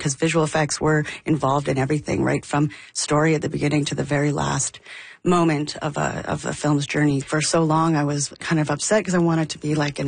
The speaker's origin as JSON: {"language": "English", "region": "Alberta", "country": "Canada", "tie": "born or raised there", "said": "growing up in Alberta in the 90"}